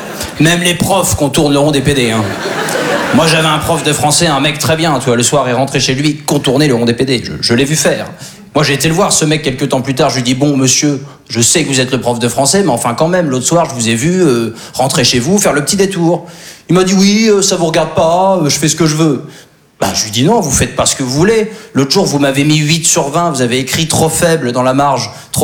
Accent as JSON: {"language": "French", "region": "Normandy", "country": "France", "said": "Alors moi, je suis originaire de Basse-Normandie."}